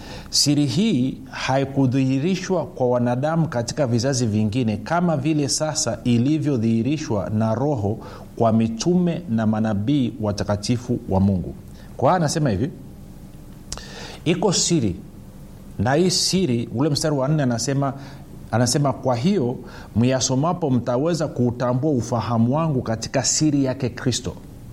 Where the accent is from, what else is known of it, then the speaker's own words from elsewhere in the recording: Monduli, Arusha, Tanzania; moved away; mimi nilikulia sehemu wanaita Monduli.